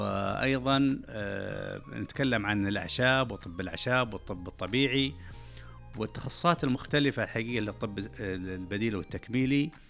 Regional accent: Saudi Arabia; طموحنا كسعوديين في ظل قيادتنا الرشيده لاستثمار وتطوير الطب الشعبي

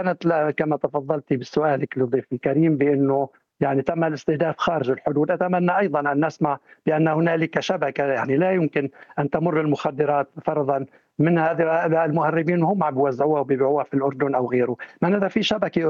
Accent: Suwayda, As-Suwayda Governorate, Syria; وأنا من أهالي السويداء

